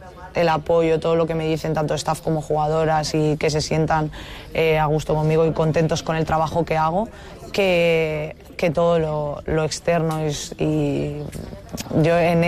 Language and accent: Spanish; Balearic Islands, Spain